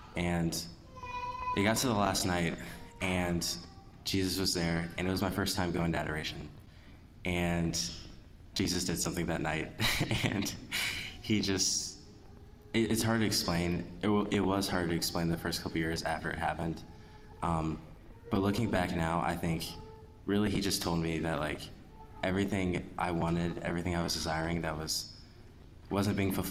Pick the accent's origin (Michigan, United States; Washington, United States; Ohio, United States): Ohio, United States; Cleveland; I am from Cleveland, Ohio. I grew up a cradle Catholic